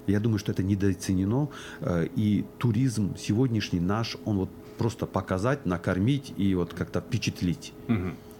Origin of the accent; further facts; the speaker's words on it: Dagestan, Russia; я дагестанец